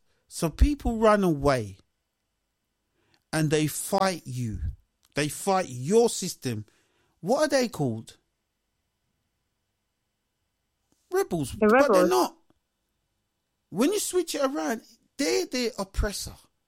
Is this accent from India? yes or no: no; Ireland; I'm Irish